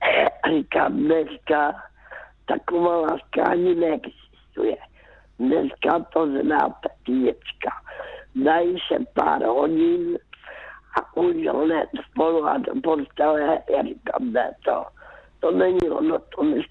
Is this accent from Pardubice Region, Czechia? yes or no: no; Karolinka, Zlín Region, Czechia; born there